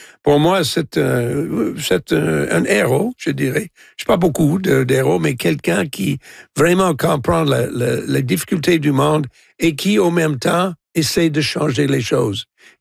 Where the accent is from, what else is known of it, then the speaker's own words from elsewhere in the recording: Quebec, Canada; c'est pas seulement simple de dire on est Québécois et puis j'ai dit oui, on est Canadien, oui.